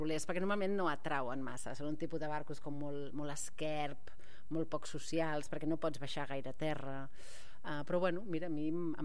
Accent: El Masnou, Catalonia, Spain; born there; Jo vaig néixer aquí a Masnou i des de casa amb uns pares es veu el mar quasi des de cada racó del pis.

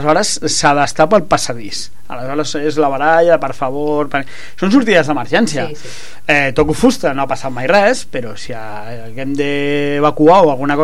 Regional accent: Barcelona, Catalonia, Spain; moved away; jo vinc del barri de la Barceloneta a Barcelona

